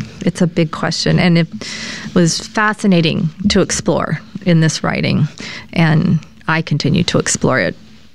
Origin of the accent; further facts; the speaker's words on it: Louisiana, United States; So yes, I grew up in Louisiana myself. I grew up in the southwest part of the state. Both sides of my family there's French ancestors on both sides going back several hundred years. And I grew up in a very French Louisiana culture